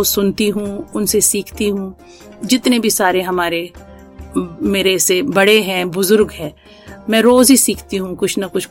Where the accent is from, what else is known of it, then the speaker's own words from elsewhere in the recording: Jammu and Kashmir, India; first language Kashmiri; Hindi is a second language; ये मेरी भाग्य की बात है कि मैं कश्मीर से जुड़ी हूँ, मैं कश्मीरी हूँ